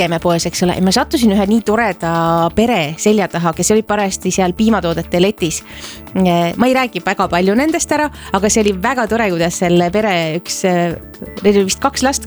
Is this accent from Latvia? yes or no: yes; Latvia; Estonian is a second language; Ma olen lätlane.